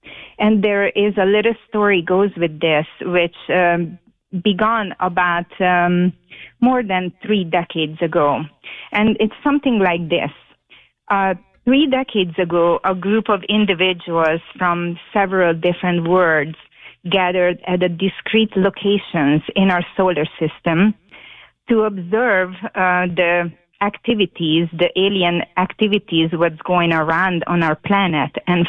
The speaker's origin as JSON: {"language": "English", "country": "Hungary", "tie": "born or raised there", "said": "Okay, so this came to me because I was born and raised in Hungary. And when I came on a vacation here in 1999"}